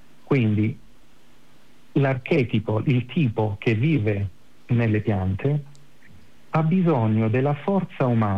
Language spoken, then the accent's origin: Italian; Calabria, Italy; nella mia terra in Calabria a Scilla